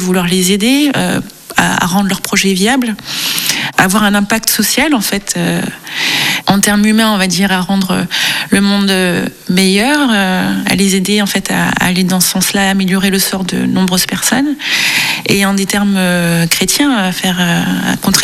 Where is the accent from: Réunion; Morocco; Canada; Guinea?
Réunion; parce que j'ai grandi à La Réunion, parce qu'il y a un contexte esclavagiste auquel moi je suis sensible